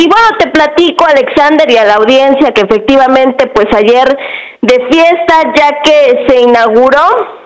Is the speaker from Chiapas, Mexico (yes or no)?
yes; Tapachula, Chiapas, Mexico; nos da identidad a nosotros los tapachultecos y nuevamente los soconusquenses.